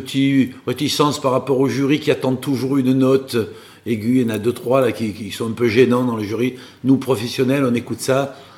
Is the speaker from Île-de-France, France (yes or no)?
no; Corsica, France; C'est, tu sais, chez moi, en Corse, on dit « Oh, il chante bien, il chante fort ».